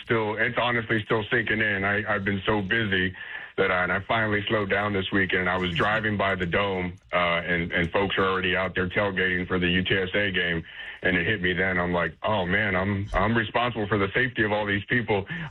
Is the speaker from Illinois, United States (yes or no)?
no; San Antonio, Texas, United States; Like you said, it's my hometown. I know every pocket of this city